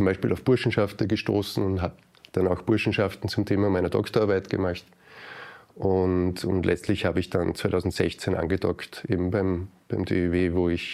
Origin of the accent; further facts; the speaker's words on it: Salzburg, Austria; Ich bin im Lungau aufgewachsen, in einem LehrerInnenhaushalt, wo Zeitgeschichte ein sehr präsentes Feld war